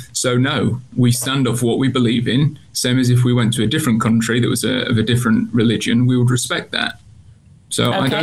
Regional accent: United Kingdom

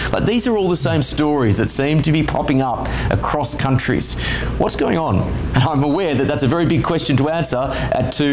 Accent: Australia; I'm initially from Australia

